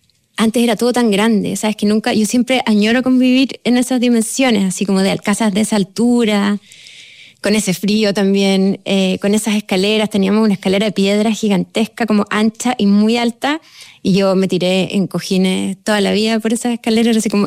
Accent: Santiago, Santiago Metropolitan Region, Chile; Yo vivía en la Avenida Perú, frente al Cerro San Cristóbal, y era una casa gigantesca, en la cual compartíamos casa con los abuelos

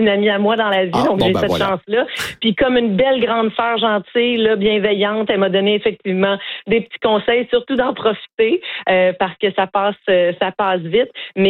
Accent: Quebec, Canada; Moi, je suis québécoise.

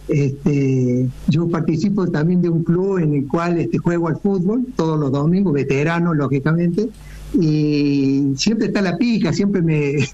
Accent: Córdoba, Argentina; accent: cordobés; moved away as an adult; now in Paris, France; Yo soy de Barrio Jardín, o sea, no voy a decir de qué equipo soy, pero soy de Barrio Jardín, nacido y criado

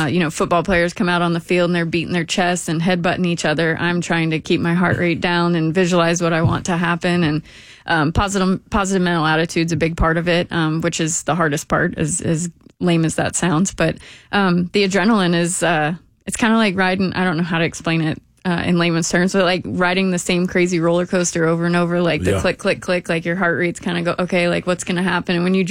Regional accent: Texas, United States; I took Spanish, not French. I'm from Texas.

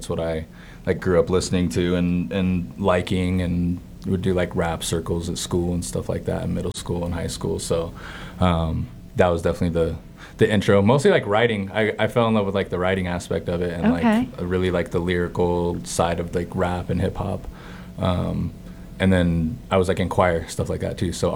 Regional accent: Washington, United States; now in Utah, United States; I grew up in Washington State.

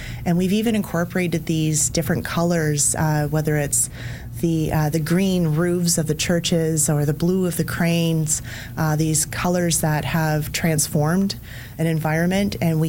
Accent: Ontario, Canada; moved away; I came from Ontario, where it's a lot of beige and tan and taupe and black, and it's and color is almost mocked, especially in a suburban or a city setting.

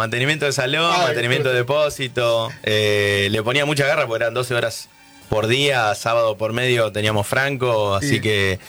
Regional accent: Tres Arroyos, Buenos Aires Province, Argentina; los locutores de Tres Arroyos, de donde soy, Tres Arroyos, provincia de Buenos Aires.

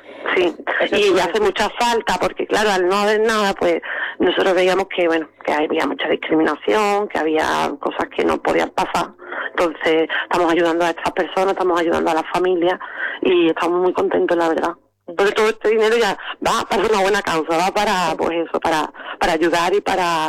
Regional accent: Palma, Spain; como soy de Palma, pues algunos no sabéis, pero bueno, son los comercios que mencionas, son comercios conocidos aquí en el pueblo

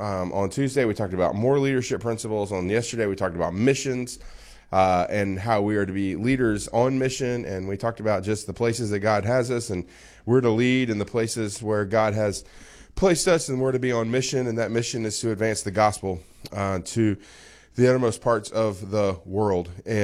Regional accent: Little Rock, Arkansas, United States; I grew up in Arkansas, I grew up in Little Rock. I'm familiar with this weather around here.

